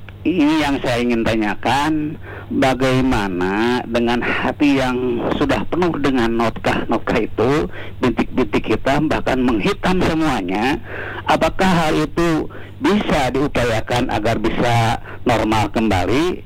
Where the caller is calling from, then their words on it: Cimahi, West Java, Indonesia; Saya dari Cimahi.